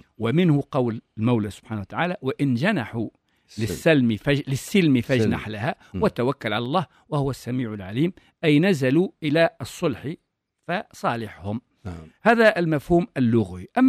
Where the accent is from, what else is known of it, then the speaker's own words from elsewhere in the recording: Gafsa Governorate, Tunisia; في مجتمعنا، في حومتنا، في بلادنا، في قفصة، في أطراف قفصة